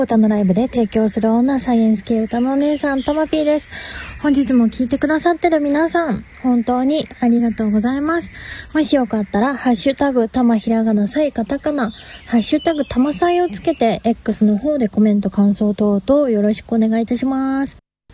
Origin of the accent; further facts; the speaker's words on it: Sano, Tochigi, Japan; 4月5日 栃木県佐野市、地元の栃木県でやりましたお花火ライブの様子をここからお聞きください